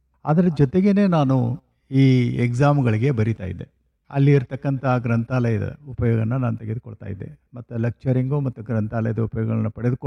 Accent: Belagavi district, Karnataka, India; ನಾನು ಮೂಲತಃ ಗ್ರಾಮೀಣ ಭಾಗದಿಂದ ಬಂದವನು, ಬೈಲುಂಗಲ್ ತಾಲೂಕಿನ ಗಂಗನಿಕೊಪ್ಪ ಗ್ರಾಮ, ಸಣ್ಣ ಗ್ರಾಮ. ಆಗಿನ ಸಮಯದಲ್ಲಿ ಸುಮಾರು 1,000 ಪಾಪ್ಯುಲೇಷನ್ ಇರುವಂತಹ ಸಣ್ಣ ಹಳ್ಳಿ. ಈಗ ಸುಮಾರು 2,000 ಜನಸಂಖ್ಯೆ ಇದೆ ನಮ್ಮೂರಲ್ಲಿ.

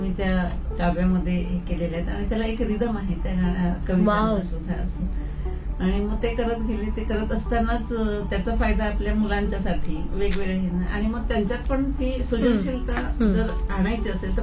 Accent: Baramati, Maharashtra, India; moved away; कोविडचा जो काळ होता त्या काळात मला जास्त माझ्या नेटिव्ह प्लेसला राहायला मिळालं म्हणजे बारामतीला म्हणा आई वडिलांकडे माझ्या सासू सासऱ्यांकडे तिथे मी राहिले.

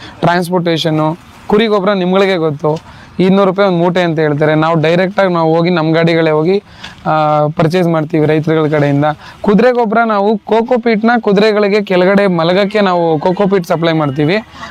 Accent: Devi Halli, Karnataka, India; Mandya district Nagamangala taluk ದೇವಿ ಹಳ್ಳಿ ಅಂತ ನಮ್ಮ ಗ್ರಾಮ.

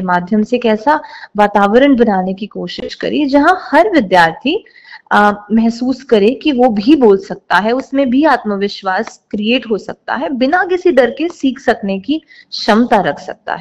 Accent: Delhi, India; now in Ludhiana, India; क्योंकि मैं दिल्ली से हूँ तो वहां पर अंग्रेजी का बहुत बड़ा हवा नहीं था।

